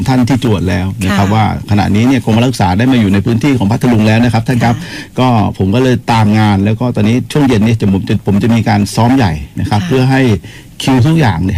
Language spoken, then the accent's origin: Thai; Phatthalung, Thailand